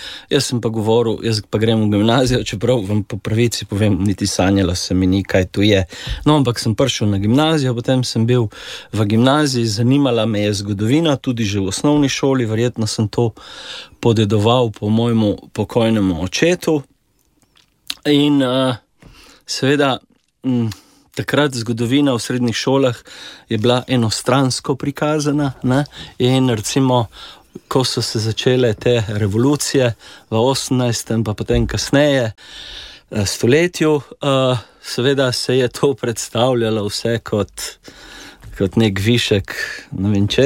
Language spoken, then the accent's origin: Slovenian; Plave, Goriška, Slovenia; born or raised there; also born or lived in Šempeter pri Gorici / Tolmin